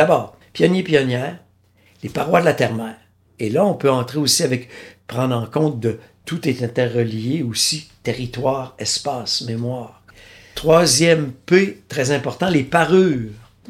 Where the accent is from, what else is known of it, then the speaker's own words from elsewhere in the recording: Wendake, Quebec, Canada; Par exemple, chez nous, à Wendake, on défend beaucoup la présence de Zacharie Théroulin-Vincent comme un pionnier version Beaux-Arts au 19e siècle.